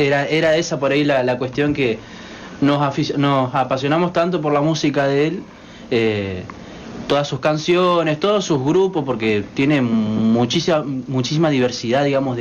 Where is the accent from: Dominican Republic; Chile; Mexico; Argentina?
Argentina; Colonia Avellaneda, Entre Ríos; los tres somos de Colonia Avellaneda, ¿cierto? Fuimos a la escuela secundaria José Hernández